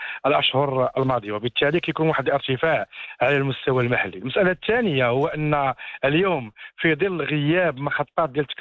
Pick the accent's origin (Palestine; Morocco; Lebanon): Morocco; المفارقة الكبيرة اللي عندنا في المغرب